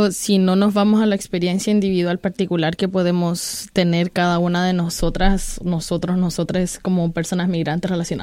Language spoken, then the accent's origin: Spanish; Chile; moved away; Ya hace 8 años que me fui de mi país, de Chile.